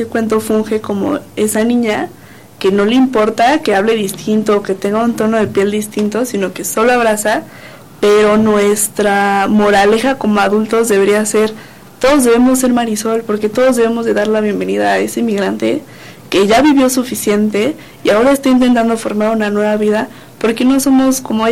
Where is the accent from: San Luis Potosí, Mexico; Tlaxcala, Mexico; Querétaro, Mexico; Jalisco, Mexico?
Querétaro, Mexico; born there; yo nací aquí en Querétaro, pero pues mis papás sí son migrantes, digámoslo, internos.